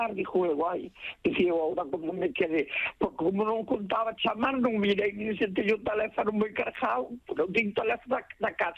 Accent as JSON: {"language": "Galician", "town": "Suevos", "region": "Galicia", "country": "Spain", "said": "Sí, eu son de Suevos, pertenezo ao Departamento de Arteixa."}